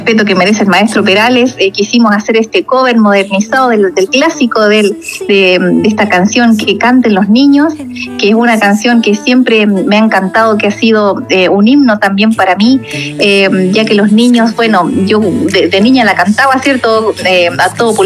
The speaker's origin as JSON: {"language": "Spanish", "country": "Chile", "moved": "yes", "lives_now": "Germany"}